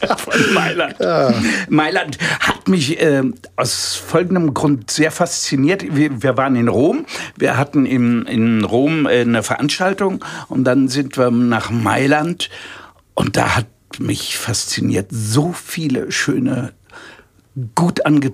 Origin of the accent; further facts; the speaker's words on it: Seeheim-Jugenheim, Hesse, Germany; Ich bin ein echter Hesse, bin ein Hessebub. Ich bin an der Bergstraße geboren in Jugenheim.